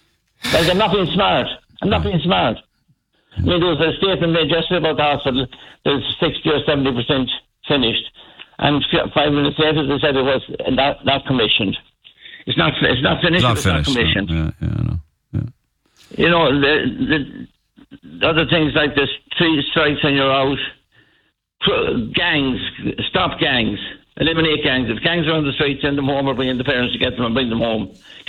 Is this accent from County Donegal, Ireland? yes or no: no; Sligo, County Sligo, Ireland; I'm from Sligo originally, and between the road, between Boyle and Sligo, put up crosses at every point there was a fatal accident.